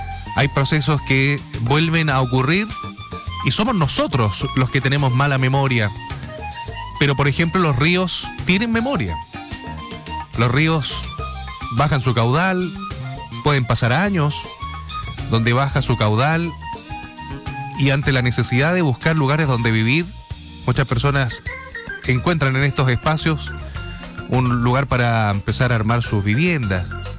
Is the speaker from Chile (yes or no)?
yes; Chile; no sé si será porque somos chilenos, tenemos mala memoria